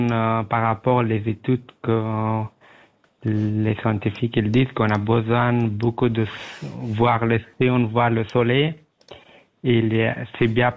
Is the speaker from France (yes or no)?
no; Afghanistan; French is a second language; Oui, moi, je suis d'origine afghane.